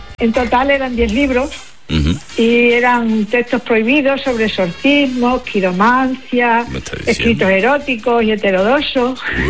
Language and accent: Spanish; Barcarrota, Extremadura, Spain; Bueno, mi historia no es de mi casa, pasó en una casa de mi pueblo, que uh-huh. es Barcarrota, en la provincia de Badajoz